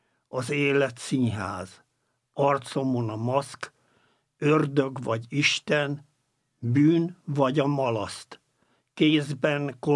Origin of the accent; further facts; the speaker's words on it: Pannonhalma, Győr-Moson-Sopron, Hungary; Amikor Pannonhalmán nevelkedtem, ott nagyon tehetségesnek tartottak